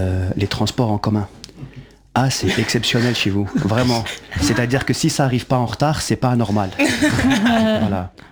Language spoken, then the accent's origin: French; Belgium; Je vous rassure, nous aussi en tant que Belges, on n'y comprend rien.